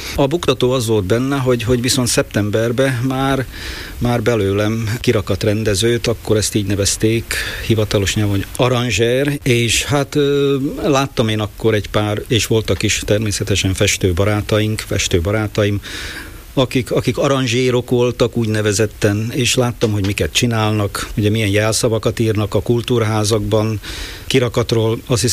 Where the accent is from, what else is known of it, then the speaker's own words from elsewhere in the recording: Kisgéres, Košice Region, Slovakia; also born or lived in Komárno; Aztán így lettem nagyon hirtelen kisgéresi, mert nem egész másfél éves koromban Kisgéresbe költöztek a szüleim